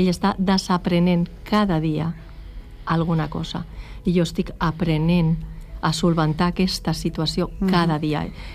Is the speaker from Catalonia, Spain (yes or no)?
yes; Calafell, Catalonia, Spain; now in Santa Oliva, Spain; Jo sóc de Calafell, bueno. Ara estic vivint a Santa Oliva, bueno, però jo sóc família d'aquí, de Calafell.